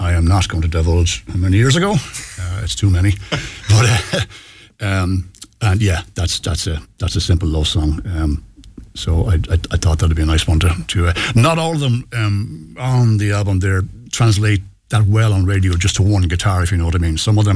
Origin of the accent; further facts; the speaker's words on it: Galway, Connacht, Ireland; moved away as an adult; now in Kilcolgan, Ireland; I'm from Salthill originally, yeah, Salthill boy, John, and couldn't afford to live there now. My mum still lives there, and I'm out in Kilcolgan off for the last 20 odd years. Like it out there. It's the rural suburbs, as I call it.